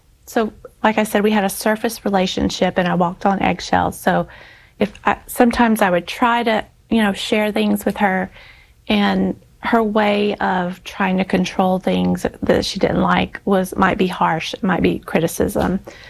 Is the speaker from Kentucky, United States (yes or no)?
no; Alabama, United States; And I heard him say he was from Alabama. And I said, oh, I'm from Alabama too.